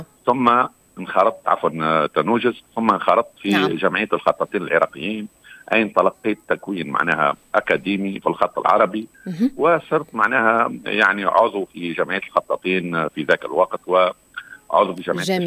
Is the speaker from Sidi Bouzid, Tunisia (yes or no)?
yes; Sidi Bouzid, Tunisia; انطلقت معايا تحديدا من ريف منطقة قصر الحمام في أحواز الرقاب وين درست،